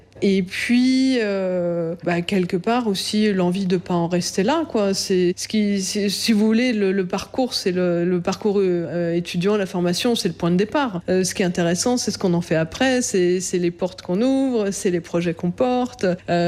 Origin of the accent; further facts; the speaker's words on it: Brussels, Brussels-Capital Region, Belgium; moved away as an adult; J'ai grandi à Bruxelles, j'ai passé mon bac au lycée français, mais j'ai commencé mes études à Paris.